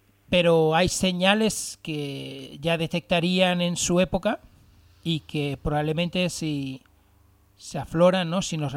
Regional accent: Valencian Community, Spain; Ambos somos valencianos, mediterráneos.

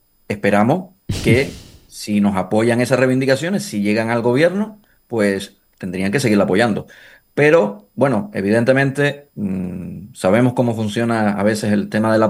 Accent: Canary Islands, Spain; Yo soy de Gran Canaria

